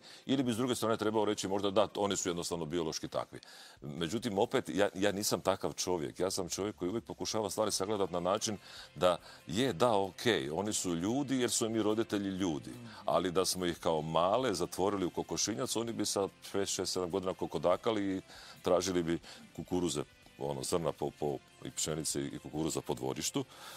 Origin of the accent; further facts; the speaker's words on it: Slavonia, Croatia; also born or lived in Imotski; Ja sam list iz Slavonije.